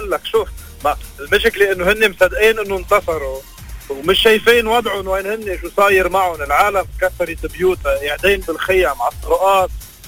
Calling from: Zahle, Beqaa, Lebanon

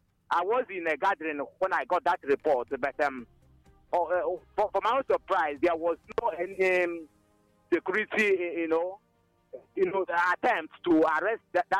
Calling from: Enugu State, Nigeria; Yes, I'm reaching you from Nkomo here in the Ezekiel Autonomous Community. In your DC of State.

